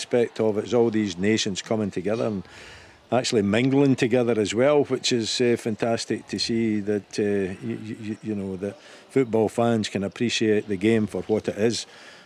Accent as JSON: {"language": "English", "region": "Scotland", "country": "United Kingdom", "said": "And it's a hope that always kills us as Scottish fans."}